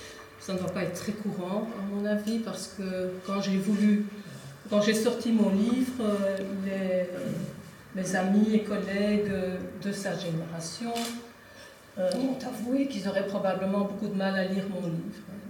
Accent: Ostend, Flanders, Belgium; born there; Donc, je suis née à Ostende

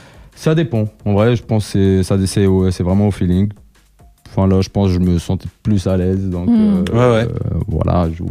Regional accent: Oujda, Oriental, Morocco; moved away as an adult; now in Brussels, Belgium; je suis né, j'ai grandi, je suis parti d'Oujda, j'avais 20 ans.

